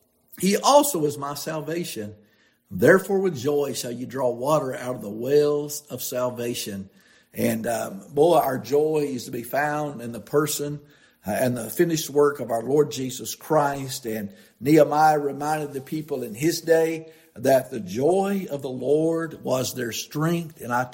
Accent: Oklahoma, United States; I grew up in Oklahoma.

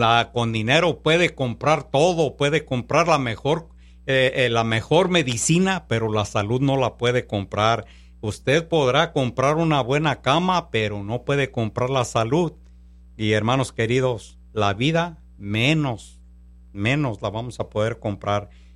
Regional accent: Panindícuaro, Michoacán, Mexico; ir para allá, para mi ranchito, para mi pueblo querido, hermano. Yo soy de Michoacán, de Panindícuaro, Michoacán

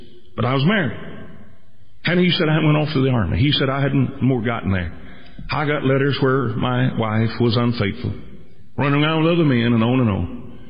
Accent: United States; just as much as I know I'm an American

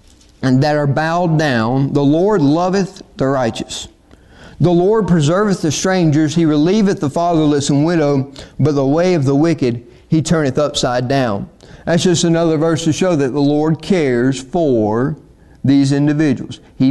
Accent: United States; accent: Piedmont; my Piedmont accent

